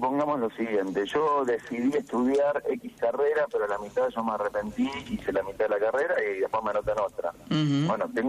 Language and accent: Spanish; Argentina